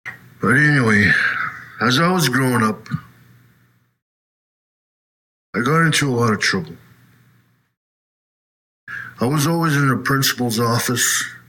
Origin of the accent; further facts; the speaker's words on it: North Caribou Lake, Ontario, Canada; Yeah, I'm from North Caribou Lake, also known as Round Lake, Yakima Lake.